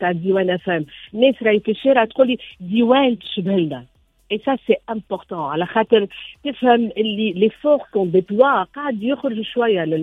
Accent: Sousse, Sousse Governorate, Tunisia; احنا سوسي

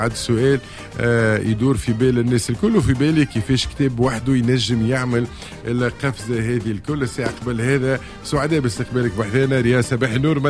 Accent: Tunisia; عندنا في تونس

